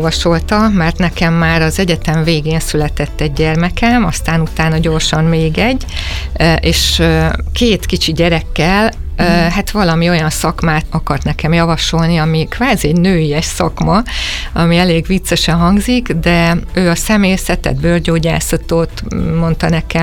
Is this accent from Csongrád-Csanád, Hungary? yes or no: no; Budapest, Hungary; alapvetően Budapesten születtem és élek, mióta élek